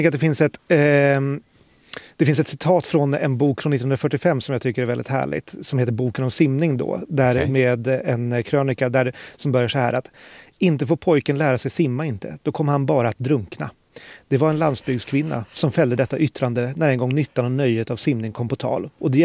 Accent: Sweden

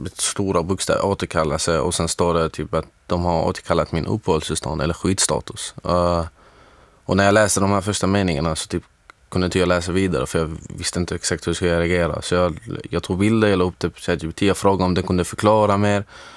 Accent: Syria; now in Sweden; det här baseras på hur situationen är i mitt hemland i Syrien

